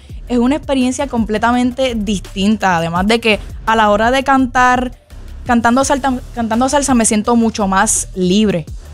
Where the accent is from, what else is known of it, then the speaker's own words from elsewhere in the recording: Puerto Rico; soy la única puertorriqueña nominada.